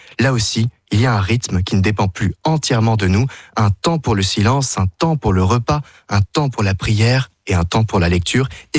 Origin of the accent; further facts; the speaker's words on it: France; nous avons chez nous en France